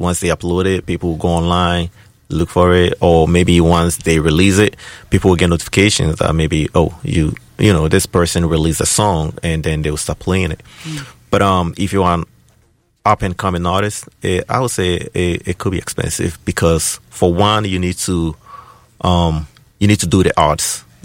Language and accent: English; Ghana; now in United States; as a Ghanaian-based artist